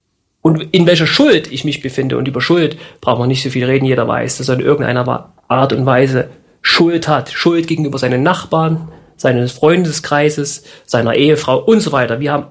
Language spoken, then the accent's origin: German; Mulda, Saxony, Germany; now in Halsbrücke, Germany; Ich bin aufgewachsen in Mulda. Richtig. Also 15 Kilometer weg von Freiberg.